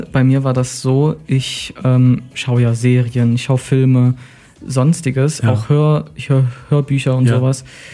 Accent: Stadtilm, Thuringia, Germany; Ich bin aus Stadt Ilm

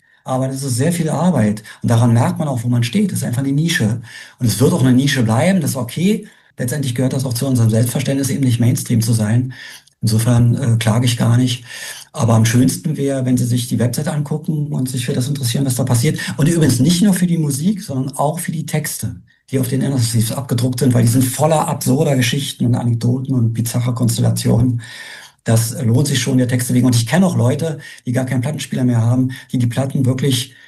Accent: Berlin, Germany; dass ich als Berliner, wie viele andere, auch ziemlich arrogant war, was den Rest der Republik betraf.

